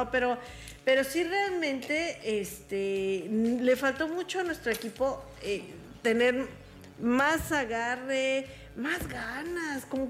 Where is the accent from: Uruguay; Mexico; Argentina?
Mexico